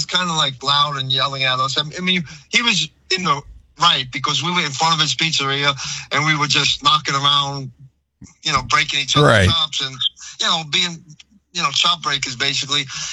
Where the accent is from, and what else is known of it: Brooklyn, New York, United States; born or raised there